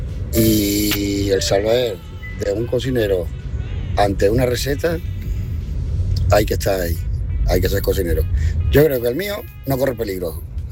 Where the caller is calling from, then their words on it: Málaga, Andalusia, Spain; de Málaga, oyente habitual.